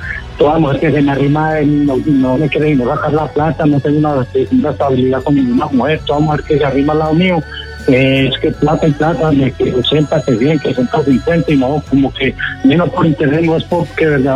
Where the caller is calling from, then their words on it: Medellín, Antioquia, Colombia; De acá de Medellín.